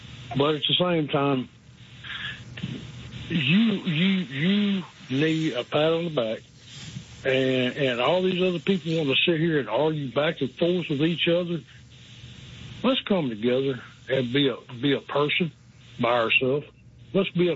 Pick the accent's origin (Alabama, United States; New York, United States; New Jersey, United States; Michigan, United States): Alabama, United States; Birmingham; I'm 51 years of age, and I grew up in Birmingham, Alabama. I probably haven't been more than 300 miles one way or the other.